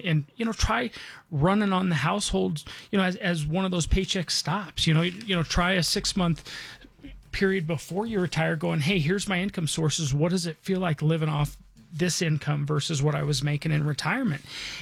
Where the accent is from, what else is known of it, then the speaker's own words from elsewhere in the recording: Denver, Colorado, United States; So Jackie, I mean, my background is, so again, I was born and raised in Denver. Dad was a Lutheran minister.